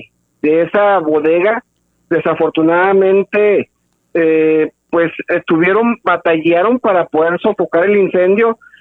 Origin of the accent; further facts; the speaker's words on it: Mexico; como buen mexicano que somos